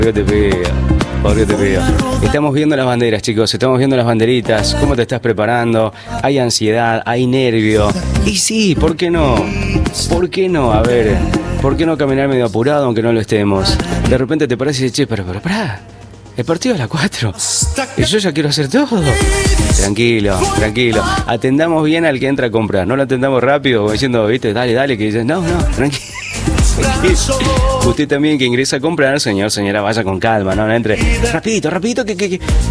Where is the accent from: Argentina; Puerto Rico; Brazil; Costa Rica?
Argentina; acá somos todos argentinos